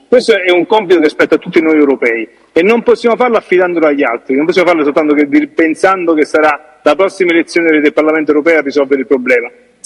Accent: Benevento, Campania, Italy; Io vengo da Benevento, dalla Campania, e lì sappiamo perfettamente che le ultime elezioni regionali abbiamo visto votare meno del 45% degli elettori della regione Campania.

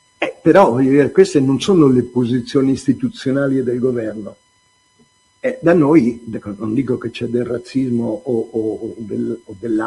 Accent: Milan, Lombardy, Italy; Siccome sono di Loreto, no, piazzale Loreto.

